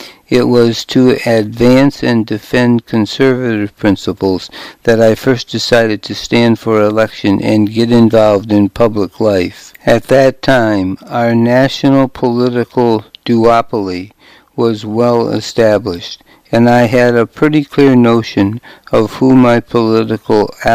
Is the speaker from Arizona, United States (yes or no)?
yes; Arizona, United States; I searched for an internship on Capitol Hill, and it was one of my home state senators, the Democrat Dennis DeConcini, who gave me a shot.